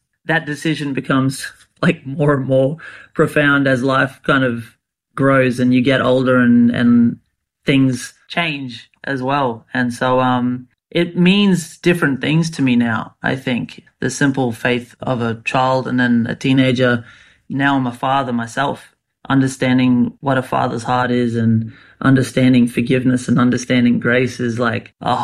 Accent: Rockhampton, Queensland, Australia; also born or lived in Bowen; now in Brisbane, Australia; I'm originally from a little town on the Whitsundays called Bowen. And born in Bowen, I was raised in Rockhampton. Finished, yeah, like all my secondary schooling back up north on North Queensland.

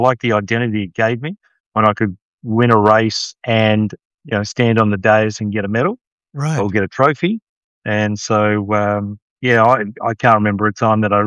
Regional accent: Rockhampton, Queensland, Australia; So, yeah, I grew up in Rockhampton, Des, and I've got two brothers and two sisters.

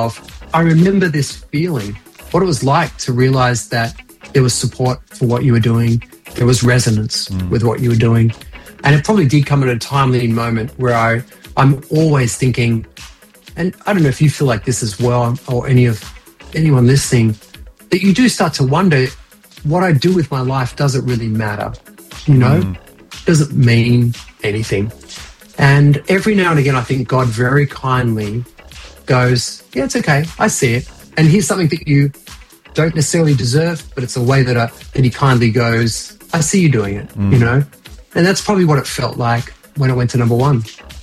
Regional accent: Australia; that my song is getting played in Australia, my home country that I love, Aussie Christian radio that I love.

